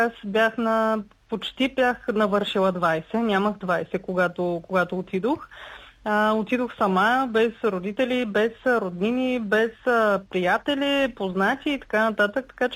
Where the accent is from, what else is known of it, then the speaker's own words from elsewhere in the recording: Radnevo, Stara Zagora Province, Bulgaria; first language Bulgarian; moved away as an adult; also born or lived in London; Аз съм от Раднево, от малко градче.